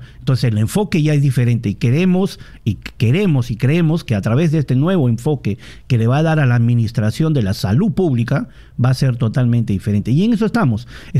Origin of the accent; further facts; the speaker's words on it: Loreto, Peru; sobre todo en mi región, yo soy de Loreto